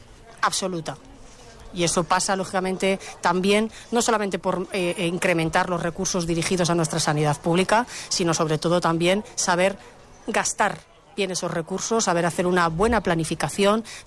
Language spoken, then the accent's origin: Spanish; La Zaida, Aragon, Spain; born there; lo viviré seguramente ya en mi pueblo, estaré ya en la Zaida